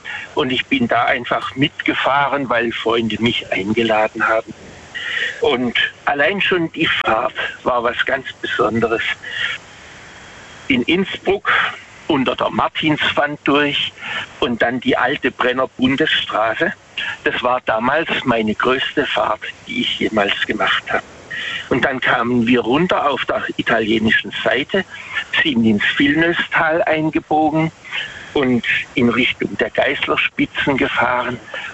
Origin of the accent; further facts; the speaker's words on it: Waghäusel, Baden-Württemberg, Germany; Also ich komme aus Waghäusel.